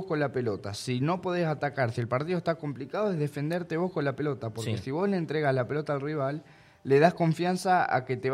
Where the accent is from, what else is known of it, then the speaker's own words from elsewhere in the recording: Argentina; nosotros que somos argentinos